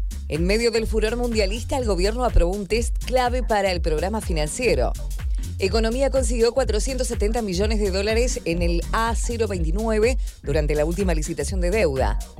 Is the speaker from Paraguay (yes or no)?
no; Argentina; qué lindo se siente ser argentino.